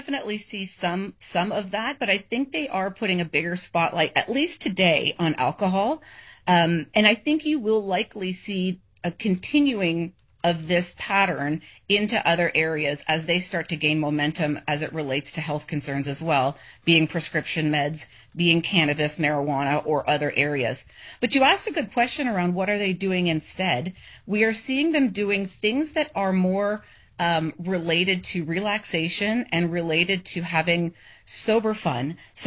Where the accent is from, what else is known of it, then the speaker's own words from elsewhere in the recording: Canada; I'm from Canada